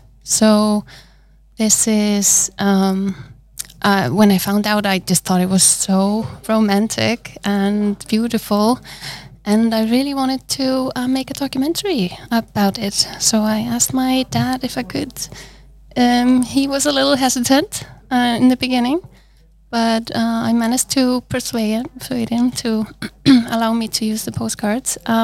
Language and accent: English; Iceland; I'm from Iceland, as we have established.